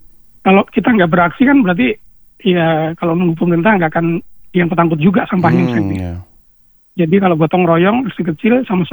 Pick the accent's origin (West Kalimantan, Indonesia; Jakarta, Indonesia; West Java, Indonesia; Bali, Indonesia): Bali, Indonesia; di kampung saya di Bali